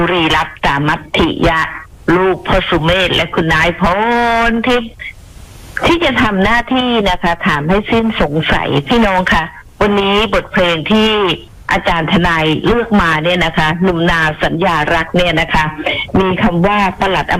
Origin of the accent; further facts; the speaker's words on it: Phuket, Thailand; จริงๆดิฉันเนี่ยคนภูเก็ตโดยกำเนิดนะคะ